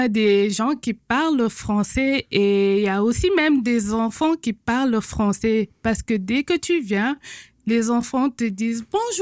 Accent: Senegal; moved away as an adult; now in Winnipeg, Canada; Moi, je viens du Sénégal. Je suis sénégalaise. Donc, j'ai immigré ici en tant que résident permanent. Et je suis venue en octobre

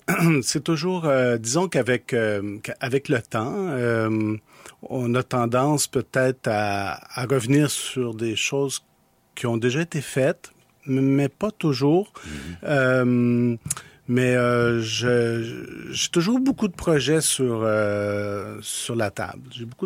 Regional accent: Montreal, Quebec, Canada; born there; Je suis donc né à Montréal, dans le quartier de Rosemont.

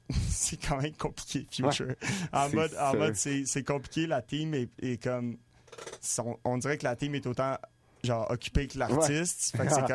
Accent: Boisbriand, Quebec, Canada; Je viens de Boisbriand

